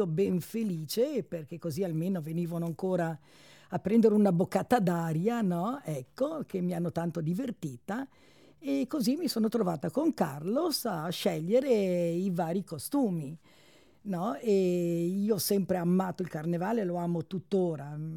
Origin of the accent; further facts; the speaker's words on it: Laives, Trentino-Alto Adige, Italy; sono di Laives.